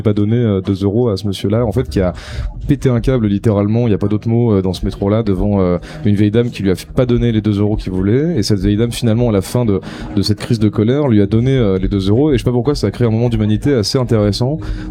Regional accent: Boulogne-sur-Mer, Hauts-de-France, France; moved away; Moi, je viens pas de Paris, je viens de Boulogne-sur-Mer

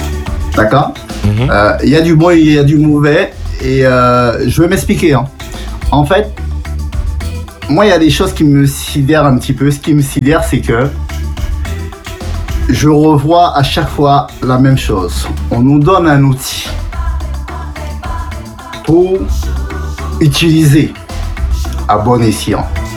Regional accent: Bondy, Île-de-France, France; born there; moved away as an adult; also born or lived in Antilles; now in Rennes, France; j'étais à Paris parce que j'ai grandi à Bondy dans le 93 quand je suis arrivé dans mes 13 ans.

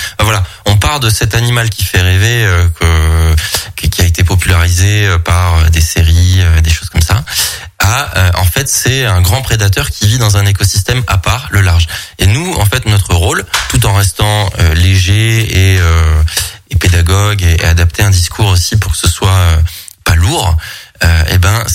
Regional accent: France; On n'imagine pas que chez nous, en France, on peut aller voir des baleines, des cachalots, des cétacés en général, des tortues marines.

